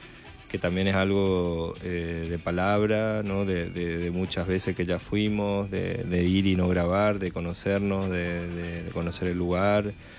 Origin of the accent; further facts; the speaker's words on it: Corrientes, Argentina; now in Paraguay; Yo vengo de Corrientes, después me fui por muchos lugares y volví, y luego, como mi madre y toda mi familia es paraguaya, me vine acá